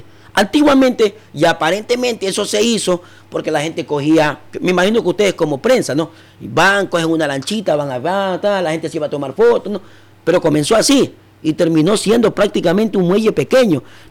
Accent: Manabí, Ecuador; Entonces, nosotros somos de Montecristi, somos de Jaramillo y somos de Manta.

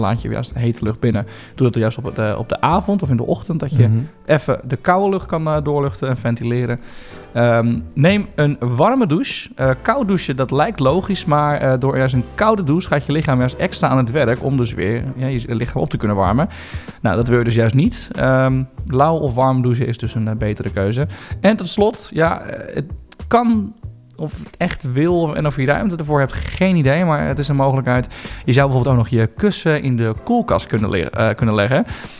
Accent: Netherlands; we zijn als Nederlanders altijd aan het zeuren.

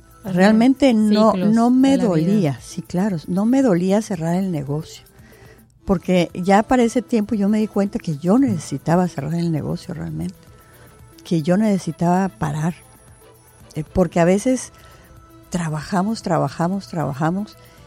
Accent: Mexicali, Baja California, Mexico; now in Tijuana, Mexico; Llegué a Tijuana, soy de Mexicali, Baja California. Llegué a Tijuana en el 86

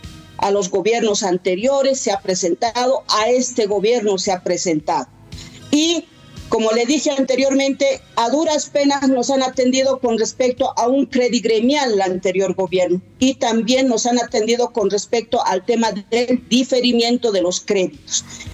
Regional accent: Bolivia; es nuestro derecho que tenemos como bolivianos y bolivianas

